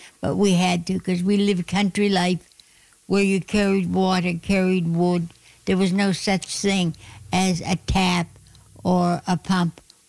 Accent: Lake Pleasant, Nova Scotia, Canada; also born or lived in Springfield; I was born in Springfield, Nova Scotia, but lived in a little country home in Lake Pleasant, right off Springfield.

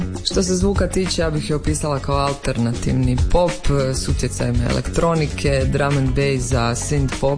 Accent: Šibenik, Šibenik-Knin County, Croatia; Bog svima … iz Šibenika sam, jako volim glazbu.

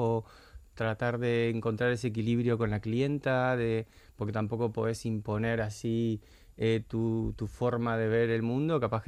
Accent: Uruguay; Trabajo en moda en Uruguay, en mi país. Logré tener una carrera productiva y continua, participando de eventos, Fashion Weeks, televisión, cine, todo lo que quieras. Lo hice en Uruguay.

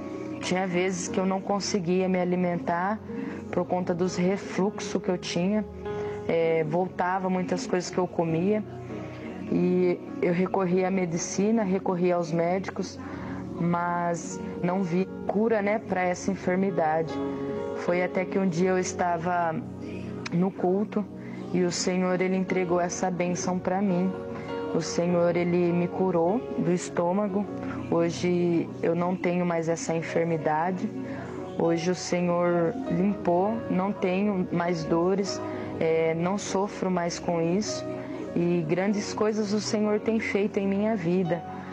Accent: Lençóis Paulista, São Paulo, Brazil; sou aqui de Lençóis Paulista e eu agradeço essa oportunidade.

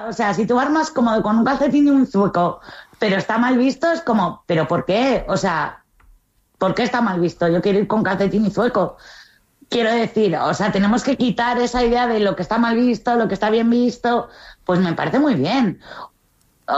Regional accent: Spain; yo soy española

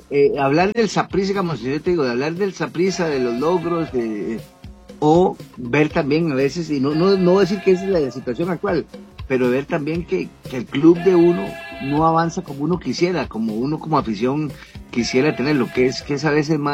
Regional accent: Costa Rica

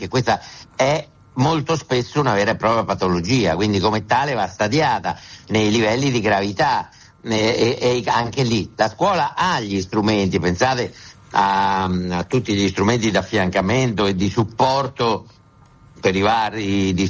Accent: Umbria, Italy; io sono umbro, quindi so che di queste cose abbiamo veramente tanto bisogno

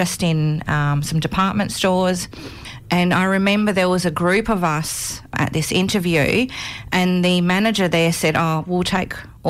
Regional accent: Australia; born there; I was born in Australia. Australia is my home.

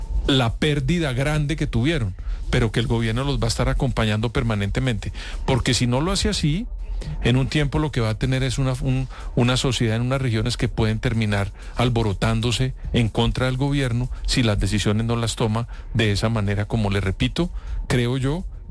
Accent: Colombia

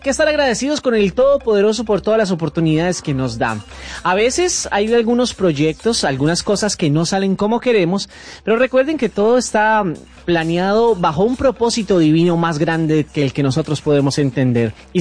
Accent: Colombia; un colombiano muy feliz de estar con todos ustedes

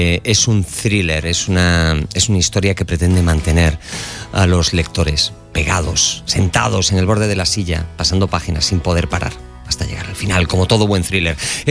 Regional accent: Pontevedra, Galicia, Spain; La primera vez que me vi delante de un micrófono fue en la SER de Radio Pontevedra, que es de donde yo soy.

